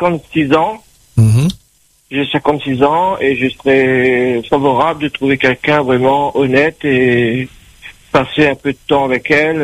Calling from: Saint-Louis, Réunion; Mmh. J'habite à la rivière Saint-Louis.

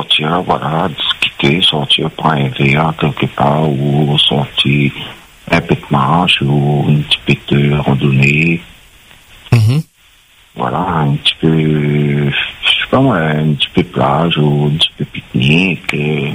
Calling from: Saint-Denis, Réunion; j'habite à Saint-Denis.

